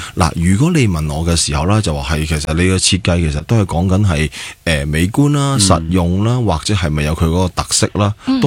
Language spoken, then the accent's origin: Cantonese; Hong Kong; 我哋香港人